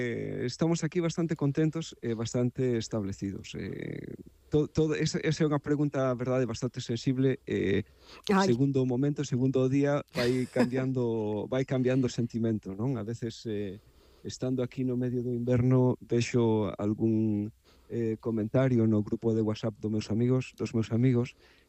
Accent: Bueu, Galicia, Spain; moved away as an adult; now in Doylestown, United States; Bueno, eu son de Bueu, vamos, crecín ali toda a miña vida. Vin a Estados Unidos aí como 20 anos máis ou menos, a través dun programa de intercambio.

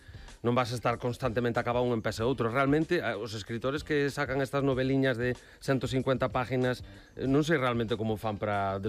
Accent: Vimianzo, Galicia, Spain; porque eu son de Vimianzo, entonces sí. Conozo a esa parroquia.

